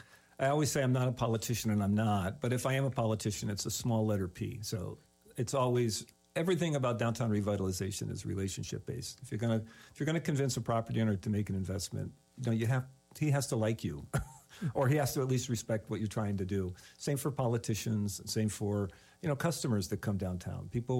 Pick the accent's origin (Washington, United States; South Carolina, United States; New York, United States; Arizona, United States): New York, United States; Buffalo; also born or lived in Chicago; now in Jamestown, United States; I'm originally from Buffalo, New York. I have worked in the state of New York a long time ago.